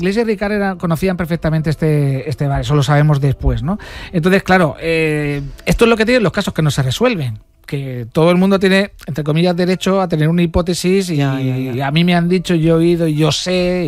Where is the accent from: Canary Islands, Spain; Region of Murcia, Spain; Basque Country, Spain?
Region of Murcia, Spain; yo como murciano, que no soy de aquí